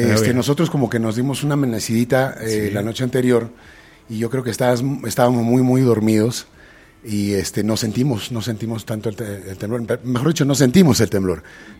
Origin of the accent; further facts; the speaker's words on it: Peru; now in Miami, United States; En Perú, de donde yo soy